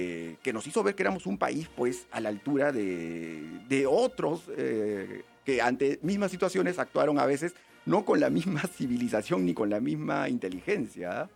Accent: Peru; que nosotros ya lo vemos como peruanos, pero yo que lo he analizado en su música, sí, en su forma y en sí, su letra, puedo decir que en verdad es una muy buena

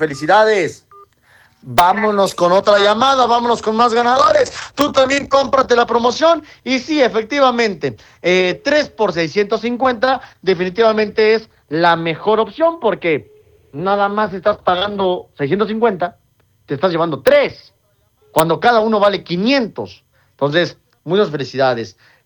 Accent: Mexico; Así somos los mexicanos.

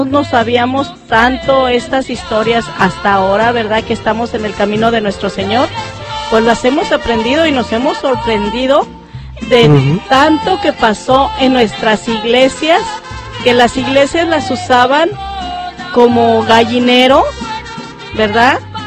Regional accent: Mexico; Así es de que, hermanos, nosotros como mexicanos, pues tenemos ese gusto, ¿verdad?

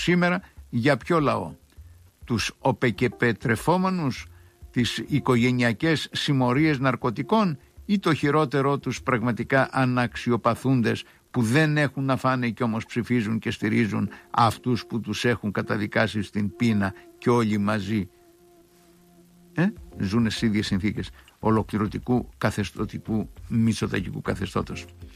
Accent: Crete, Greece; now in Zografou, Greece; Κοίταξε, στο χωριό μου, και το όνομά σου παραπέμπει και σένα, είναι Κρήτη.

